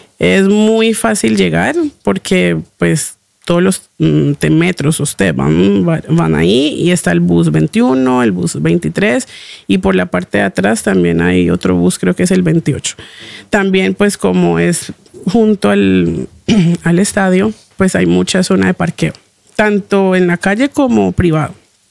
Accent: Palmira, Valle del Cauca, Colombia; porque pues yo soy de Palmira, es cerca a Cali.

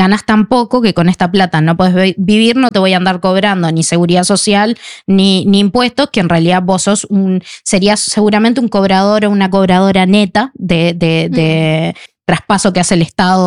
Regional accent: Sweden; Spanish is a second language; No sé si es porque soy muy sueca que cumplo con todo

